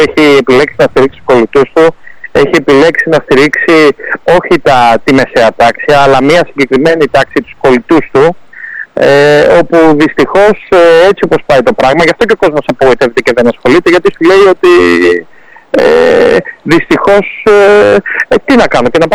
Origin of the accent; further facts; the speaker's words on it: Peloponnese, Greece; Η καταγωγή μου είναι από την Αρκαδία, από τη Θησαρέα.